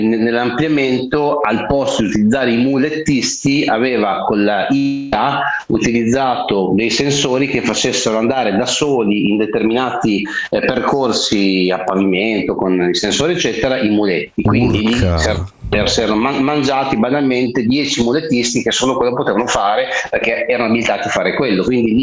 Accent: Emilia-Romagna, Italy; io sono emiliano romagnolo, lo sai, però in questo caso romagnolo, perché sì, sì, Castel Bolognese

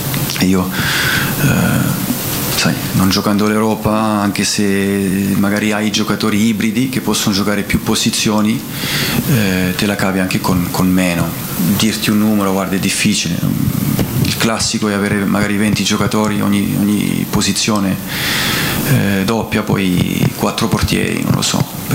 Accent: Bocchigliero, Calabria, Italy; also born or lived in Rossano; Io sono nato a Rossano, ma sono di Bocchigliero, un paese che io, sì, io amo

